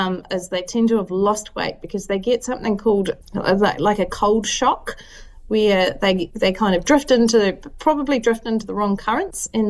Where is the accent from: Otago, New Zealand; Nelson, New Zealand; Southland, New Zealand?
Southland, New Zealand; because I'm from Southland and therefore not a vegetarian.